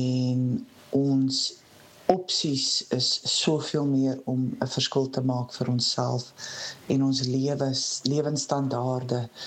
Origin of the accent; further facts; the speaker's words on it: Port Elizabeth, Eastern Cape, South Africa; now in Ireland; ek kom van PE af, ek is nou in Ierland vir 'n paar jaar al.